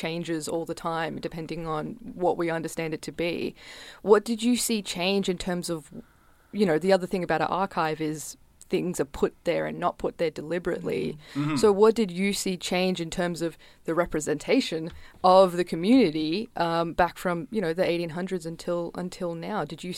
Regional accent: Nunawading, Victoria, Australia; some would argue that where I'm from, which is Nunawading, is the outback.

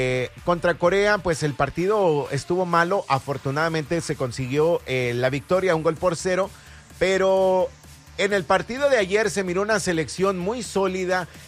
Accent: Mexico; Si algo a veces nosotros como mexicanos

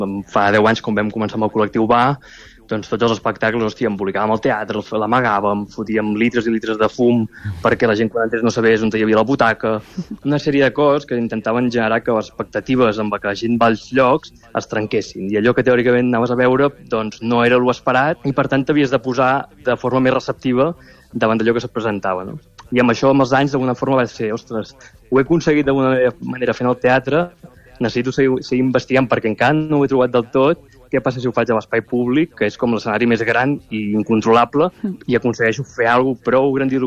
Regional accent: Mataró, Catalonia, Spain

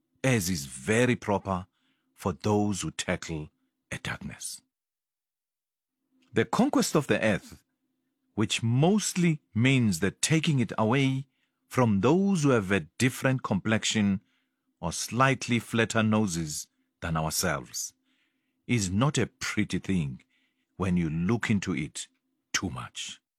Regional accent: Eswatini; What I observed growing up in Swaziland mirrors what Mike Davis describes about India in the late 19th century

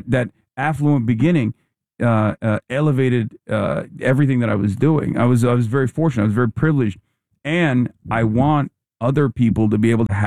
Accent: Turkey; moved away as an adult; also born or lived in New Brunswick, New Jersey; now in United States; Yeah, I'm an American citizen, but I grew up in Turkey until I was 18. I came here when I was 18.

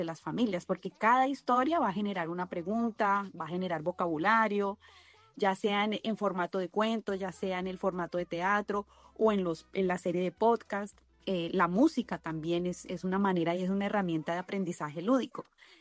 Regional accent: Cali, Valle del Cauca, Colombia; yo soy de Cali, esto sucedió aquí en Cali con el grupo de teatro El Telón de Cali

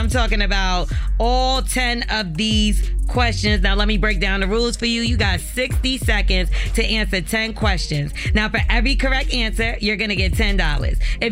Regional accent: Brooklyn, New York, United States; Listen, I'm always on the side of winning, but I'm from Brooklyn, and there's a big difference between Brooklyn and the Bronx.

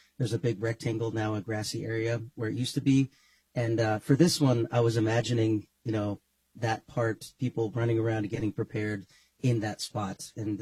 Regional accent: Sitka, Alaska, United States; I am from Sitka, and I've been at these historical places almost my whole life.

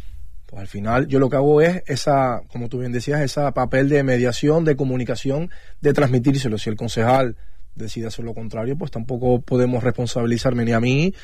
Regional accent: Spain; Yo soy del Retamar.

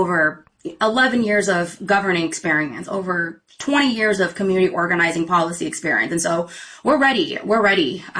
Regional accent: Sacramento, California, United States; I grew up in South Sacramento. I'm the oldest of 16 kids in my family. I grew up on food stamps

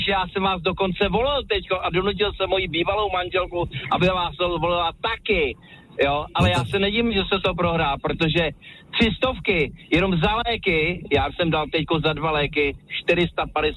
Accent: Prague, Czechia

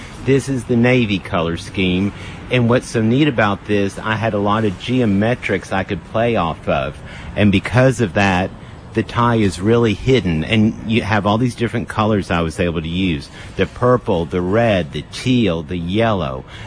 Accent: Fort Worth, Texas, United States; I'm from Fort Worth

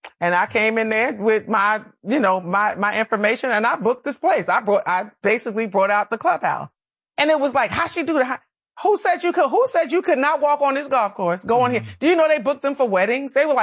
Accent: the North, United States; moved away; I was raised in the North. And then when I came South

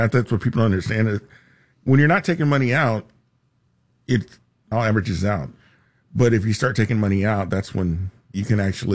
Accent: Houston, Texas, United States; I grew up in Southeast Houston, so you know, we're right there near about 40 minutes from the Gulf of Mexico or Galveston.

